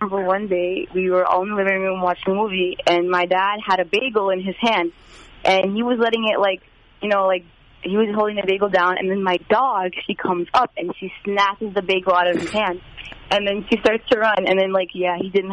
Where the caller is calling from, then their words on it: Revere, Massachusetts, United States; Revere, Massachusetts.